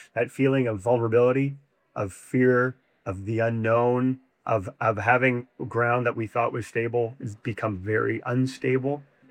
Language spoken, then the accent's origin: English; Fredericton, New Brunswick, Canada; Fredericton right now in my hometown